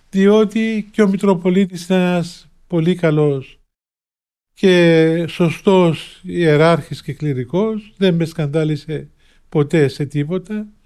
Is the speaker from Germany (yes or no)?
no; Cyprus; Ουρανούπολη, χωρίς να ξέρω ότι έπρεπε να βγάλω τότε άδεια εισόδου στο Άγιον Όρος, γιατί θεωρούμε αλλοδαπός ως Κύπριος.